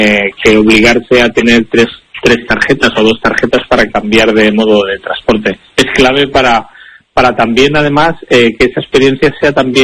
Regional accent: Arganda del Rey, Community of Madrid, Spain; Yo soy del municipio de Madrid, de Arganda del Rey.

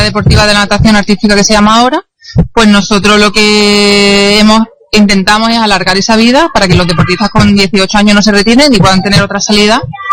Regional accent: Seville, Andalusia, Spain; moved away as an adult; now in Lanzarote, Spain; aunque fuéramos de la misma ciudad y compitiéramos juntas las competiciones, digamos, de allí regionales.

